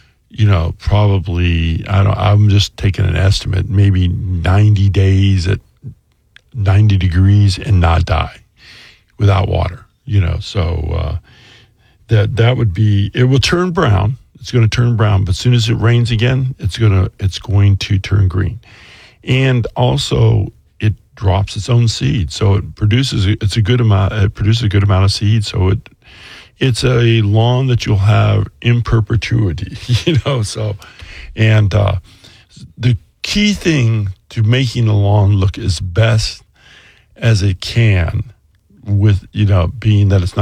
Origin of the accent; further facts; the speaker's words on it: California, United States; moved away; I'm from California originally, and we grew Bermuda lawns